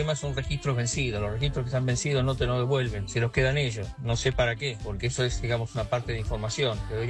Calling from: Pilar, Buenos Aires Province, Argentina; Yo soy un ciudadano de Pilar y bueno, saqué el registro en ese lugar hace ya un par de años porque tengo más de 70 años.

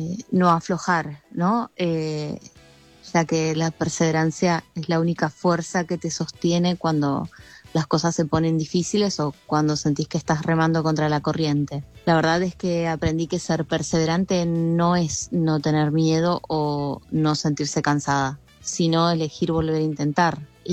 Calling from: Munro, Buenos Aires Province, Argentina

